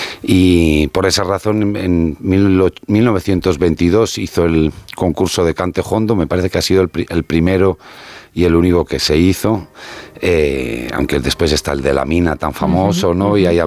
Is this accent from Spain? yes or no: yes; Spain; Y que luego nos da mucha esencia de lo que somos como españoles, ¿no?